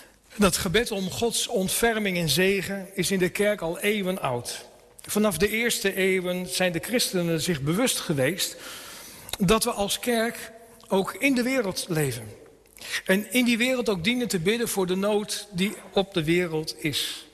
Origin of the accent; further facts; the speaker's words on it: Almelo, Overijssel, Netherlands; accent: Twents; also born or lived in Nijmegen / Wageningen; now in Ede, Netherlands; ik woon in Ede. Maar oorspronkelijk kom ik uit Twente. Uit een stad met een heel beroemd stoplicht. Ja, Almelo. Dus, mangs praat ik Twents. Maar ik ken ik een liedspietje Friers